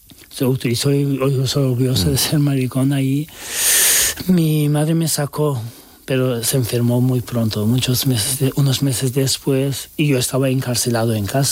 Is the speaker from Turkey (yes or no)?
yes; Turkey; Spanish is a second language; now in Spain; soy turco y podía pasar más fácil que los otros muchos, pero de igual forma molestaban mucho y querían deportarme a Irán. Que una persona de repente, como un ángel, llevó y me ayudó a venirme a España.